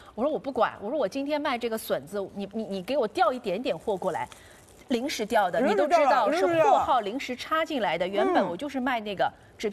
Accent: Jiujiang, Jiangxi, China; 我是江西人啊，我是江西九江人

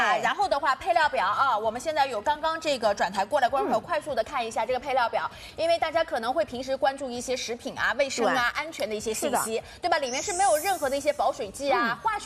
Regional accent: Shanghai, China

